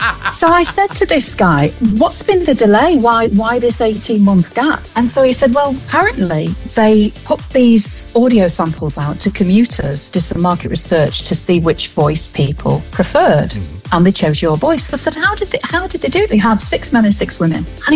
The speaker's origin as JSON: {"language": "English", "town": "Manchester", "region": "North West England", "country": "United Kingdom", "accent": "Manchester", "said": "What you're hearing now is my natural Manchester accent."}